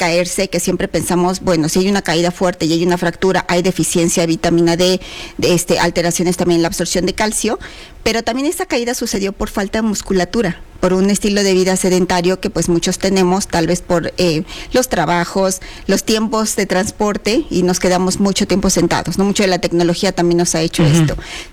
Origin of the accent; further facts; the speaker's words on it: Mexico; como mexicanos creo que tenemos que trabajar bastante